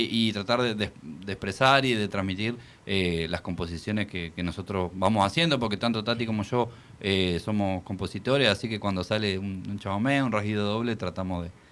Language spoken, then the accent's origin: Spanish; Gualeguay, Entre Ríos, Argentina; Tati Grandolio es de Victoria, yo soy de Gualeguay